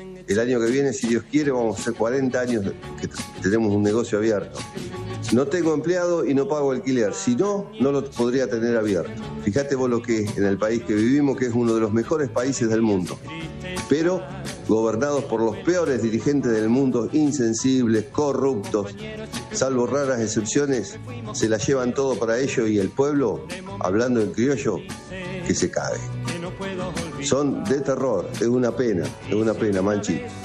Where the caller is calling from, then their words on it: Saladillo, Buenos Aires Province, Argentina; de Saladillo